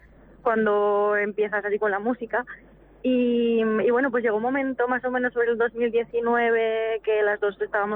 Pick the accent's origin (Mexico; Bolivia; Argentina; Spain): Spain; Santa Engracia; porque como las dos somos de Santa Engracia, nos hemos criado allí, pues siempre hemos cantado juntas